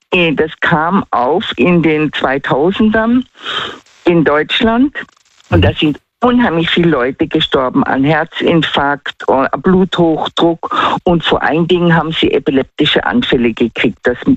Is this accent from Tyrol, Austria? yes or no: yes; Tyrol, Austria; accent: Tyrolean